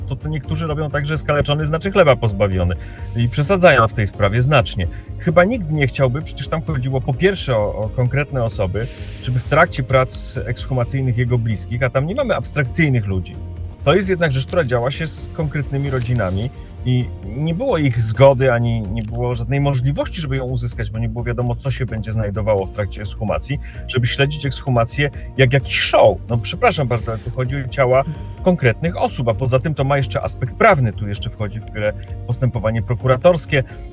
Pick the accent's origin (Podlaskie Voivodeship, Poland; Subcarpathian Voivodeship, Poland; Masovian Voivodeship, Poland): Subcarpathian Voivodeship, Poland; Rzeszów; pochodzę z Polski Południowo-Wschodniej, z Rzeszowa, ale to nie chodzi tylko o Rzeszów, chodzi o świętokrzyskie, lubelskie, małopolskie.